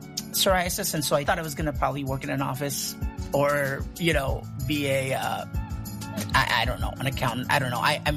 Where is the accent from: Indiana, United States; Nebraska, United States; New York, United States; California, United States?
California, United States; Los Angeles; born or raised there; English is a second language; also born or lived in Philippines